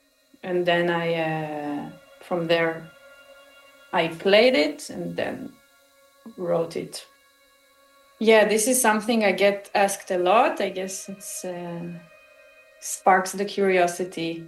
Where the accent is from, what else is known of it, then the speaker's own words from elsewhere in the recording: Israel; English is a second language; I was born and raised in Israel, to a Jewish family from originally from Eastern Europe, but there was no connection to that music.